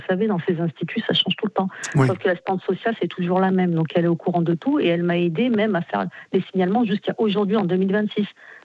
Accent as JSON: {"language": "French", "country": "France", "tie": "born there", "said": "Moi, je suis d'origine maghrébine, tunisienne."}